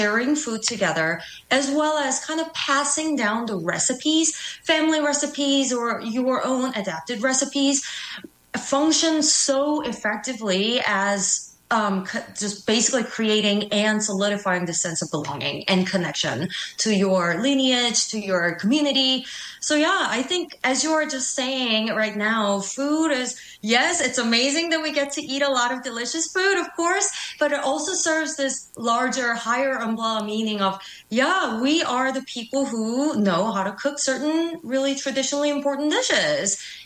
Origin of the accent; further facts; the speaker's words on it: South Korea; moved away; when I was growing up in Korea, even back from, I would say, like two decades ago